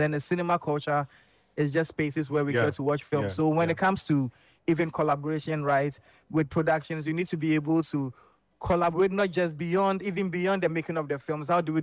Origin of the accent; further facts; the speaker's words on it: Burkina Faso; first language French; English is a second language; also born or lived in Accra, Ghana; now in Ghana; I wasn't born in Burkina Faso. I was born in Accra, I grew up in Burkina Faso.